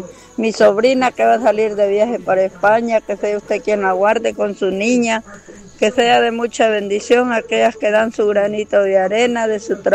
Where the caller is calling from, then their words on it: Honduras; de Otiagua, la Venta del Sur.